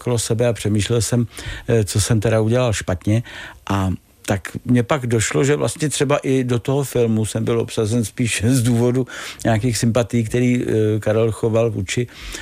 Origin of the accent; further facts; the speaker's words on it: Prague, Czechia; born there; s Toníkem se známe v podstatě od dětství, protože jsme sousedy a na Hanspalce